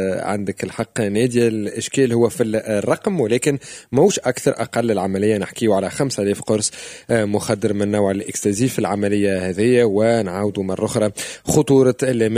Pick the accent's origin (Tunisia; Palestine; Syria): Tunisia; انا تونسي